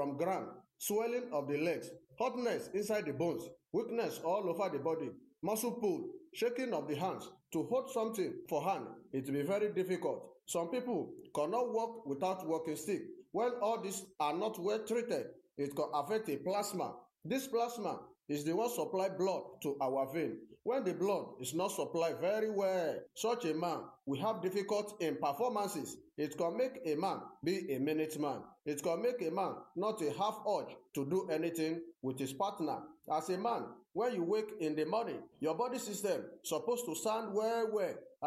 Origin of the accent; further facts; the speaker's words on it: Oyo, Nigeria; Enlightenment program brought to you from … I'm from Oyo State in Oyo Town.